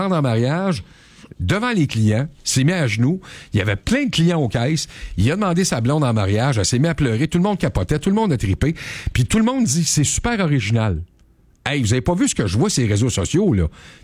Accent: Quebec, Canada; ça, c'est chez nous au Québec.

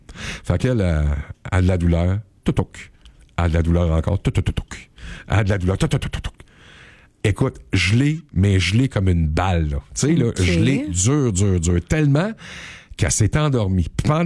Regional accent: Canada; Celle-là est chez nous au Canada.

